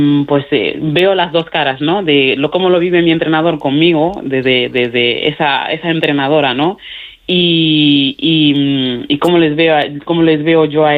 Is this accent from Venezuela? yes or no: no; Mali; Spanish is a second language; now in Spain; ahora no me acuerdo prácticamente de mi dialecto, hablo mejor el castellano y el gallego que mi propio dialecto. Ajá. Y la suerte que tengo es que tengo una pareja maravillosa que también es de Mali